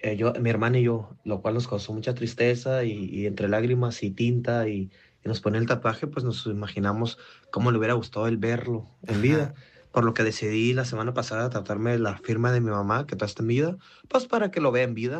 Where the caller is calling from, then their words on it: Tijuana, Baja California, Mexico; de Tijuana, San Diego.